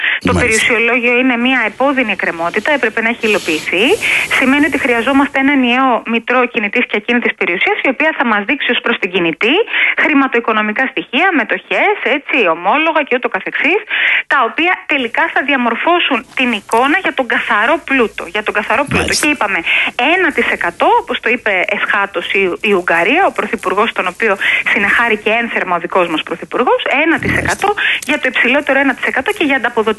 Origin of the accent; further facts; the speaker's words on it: Mani, Peloponnese, Greece; στο χωριό μου στη Μάνη